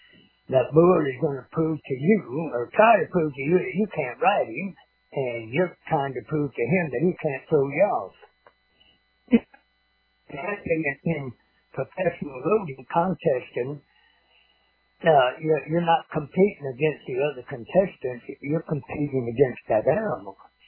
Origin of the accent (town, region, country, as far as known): Owosso, Michigan, United States; born or raised there